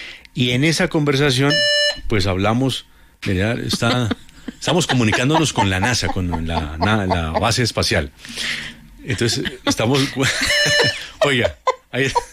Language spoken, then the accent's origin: Spanish; Bogotá, Colombia; nosotros los bogotanos, hablo de Bogotá